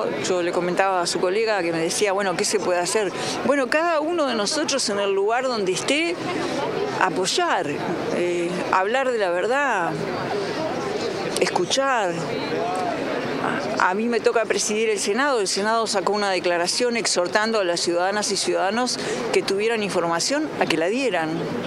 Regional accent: Uruguay; ¿Eso es lo que queremos contestar como uruguayos?

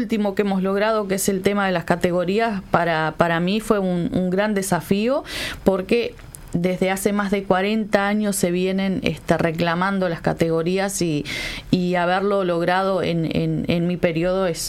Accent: Melo, Cerro Largo, Uruguay; now in Montevideo, Uruguay; estar acá en Montevideo. Yo vengo del interior, soy de Melo.

